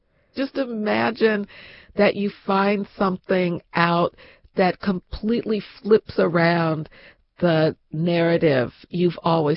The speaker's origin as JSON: {"language": "English", "town": "Chicago", "region": "Illinois", "country": "United States", "tie": "born or raised there"}